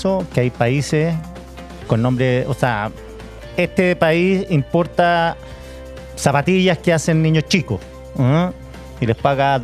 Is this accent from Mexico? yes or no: no; Chile